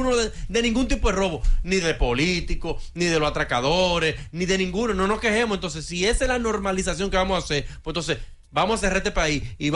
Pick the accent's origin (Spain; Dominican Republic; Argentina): Dominican Republic